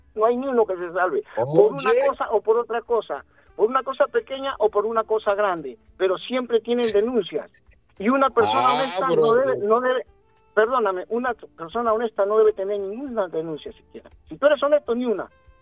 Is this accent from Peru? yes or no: yes; Peru; moved away; yo hace 39 años que yo salí del Perú, ¿verdad? Hace 39 años que salí del Perú. En esta etapa de mi vida, mis aspiraciones son otras, mis opciones son otras.